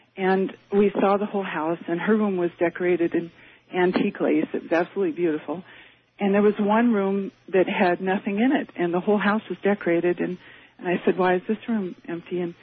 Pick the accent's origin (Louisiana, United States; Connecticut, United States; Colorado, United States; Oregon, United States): Oregon, United States; Portland; now in Eugene, United States; I'm originally from Portland.